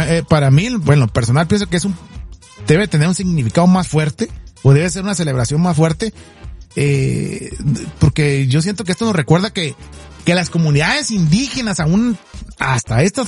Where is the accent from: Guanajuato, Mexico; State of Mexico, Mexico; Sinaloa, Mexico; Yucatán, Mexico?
Sinaloa, Mexico; Guasave